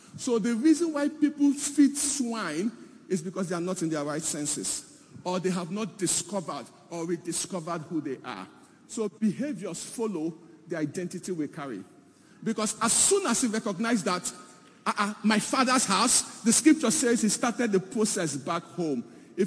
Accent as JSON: {"language": "English", "region": "Igboland", "country": "Nigeria", "said": "I'm a Nigerian. If you take the layer off from a Nigerian, I am an Igbo man by ethnicity."}